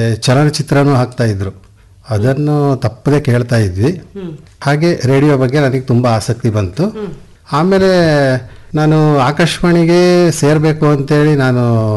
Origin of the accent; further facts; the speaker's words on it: Hiriyur, Karnataka, India; moved away as an adult; also born or lived in Madikeri; ನಾನು ಚಿತ್ರದುರ್ಗ ಜಿಲ್ಲೆ ಹಿರಿಯೂರು ತಾಲೂಕು ವಾಣಿವಿಲಾಸ್ಪುರ ಗ್ರಾಮದವರು.